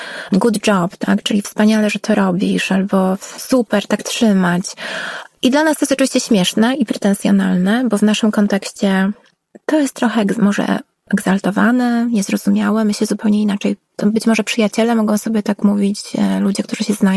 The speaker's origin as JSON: {"language": "Polish", "town": "Warsaw", "region": "Masovian Voivodeship", "country": "Poland", "said": "jestem akurat warszawianką i widzę, jak Warszawa się zmienia"}